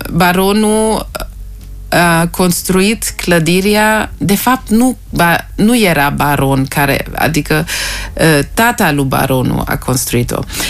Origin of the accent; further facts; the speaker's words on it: Germany; also born or lived in Timișoara, Romania; am crescut mai mult în Germania, că eu am plecat când aveam 5 ani.